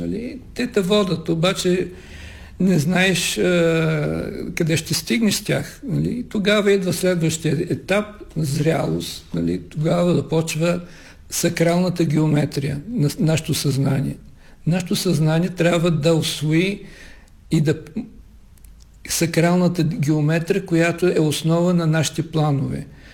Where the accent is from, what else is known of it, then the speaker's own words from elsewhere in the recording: Plovdiv, Plovdiv Province, Bulgaria; moved away as an adult; also born or lived in Italy; now in Plovdiv, Bulgaria; съм роден в Пловдив през 55 години от този миналия век